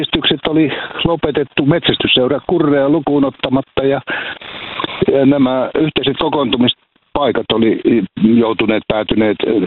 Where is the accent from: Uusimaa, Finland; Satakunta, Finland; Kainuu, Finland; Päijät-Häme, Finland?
Päijät-Häme, Finland; born there; moved away; Niin olen tosiaan syntynyt ja sitten paluu muuttanut ja sitten tässä sitten ihan 1,5 vuotta sitten olen huomannut, että Murakan kylä vaatii vähän kehittämistä